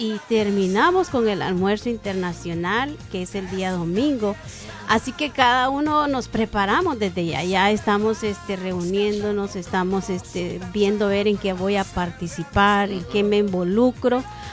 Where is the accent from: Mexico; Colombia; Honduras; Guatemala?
Honduras; moved away; Yo soy de Honduras